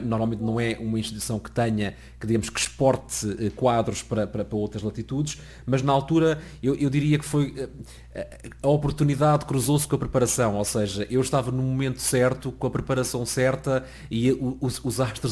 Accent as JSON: {"language": "Portuguese", "country": "Portugal"}